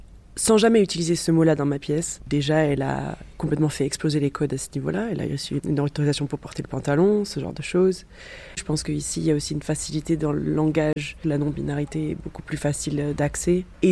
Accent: France; now in London, United Kingdom; en tant que française, j'avais pas tant d'opportunités que ça en Angleterre.

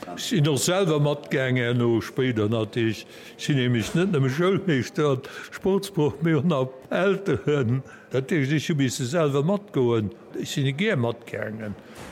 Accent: Bertrange, Luxembourg; Bartring, das war mein erstes Dorf, wo ich geboren bin, als kleiner Bub.

